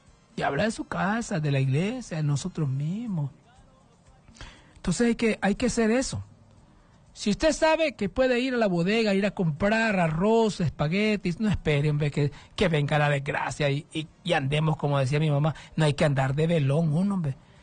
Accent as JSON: {"language": "Spanish", "country": "Honduras"}